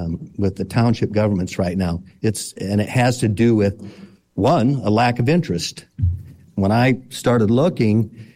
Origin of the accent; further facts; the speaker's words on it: Stark County, Ohio, United States; I was born and raised in Stark County. My parents were raised and born in Stark County. My grandparents were born and raised in Stark County. So I have a lot of lineage here